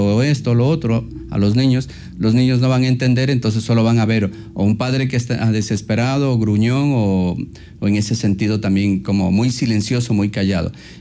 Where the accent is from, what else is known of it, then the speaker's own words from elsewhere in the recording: Ecuador; como ecuatorianos nosotros hemos vivido ya un terremoto